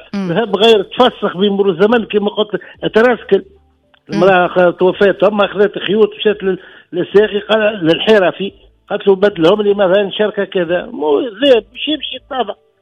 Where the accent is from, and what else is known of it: Tunisia